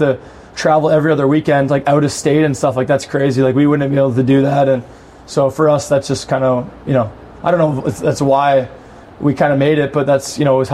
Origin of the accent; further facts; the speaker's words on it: Toronto, Ontario, Canada; I just think that, like, growing up in Toronto area, like, there's just so much hockey available, right?